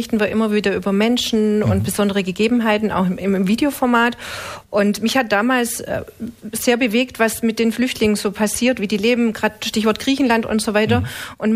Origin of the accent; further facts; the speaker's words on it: Balingen, Baden-Württemberg, Germany; moved away as an adult; also born or lived in Düsseldorf; Also ich habe 5 Jahre lang in Düsseldorf gelebt, bin ursprünglich aus Balingen, aus dem schönen Zollern Albkreis.